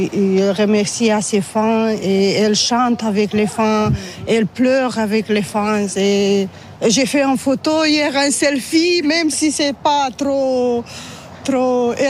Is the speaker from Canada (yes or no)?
no; Belgium; je viens de Belgique.